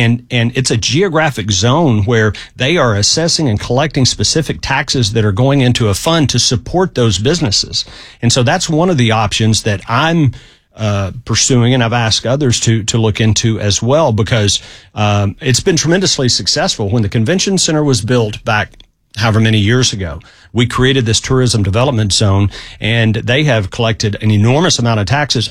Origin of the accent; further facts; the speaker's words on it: Texas, United States; now in Nashville, United States; I'm from Central Texas near Austin.